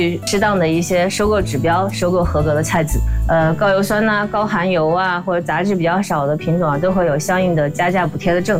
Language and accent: Chinese; Hubei, China; 我们湖北人这种煎炒烹炸的习惯